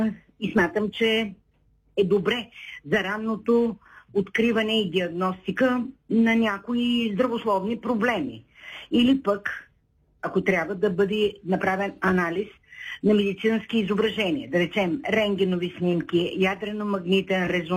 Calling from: Shumen, Shumen Province, Bulgaria; от Шумен.

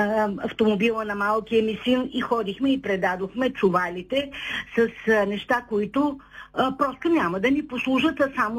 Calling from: Shumen, Shumen Province, Bulgaria; съм от Шумен.

